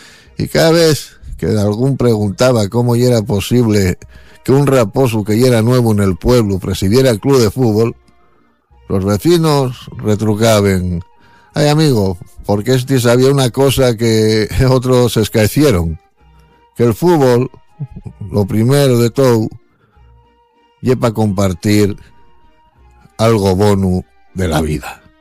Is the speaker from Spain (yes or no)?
yes; Gijón, Asturias, Spain; porque soy de Sixón